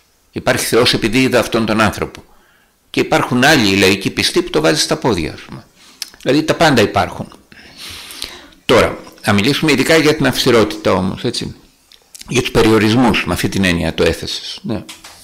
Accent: Ionian Islands, Greece; Αλλά είμαι από μέρος που μιλάνε πολύ. Εγώ είμαι από τα Εφτάνησα και άμα μας αφήσετε ελεύθερους, μιλάμε πάρα πολύ εμείς.

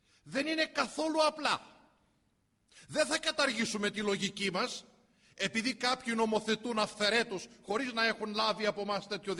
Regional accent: Greece; την οποία την έχουμε εμείς σαν Έλληνες

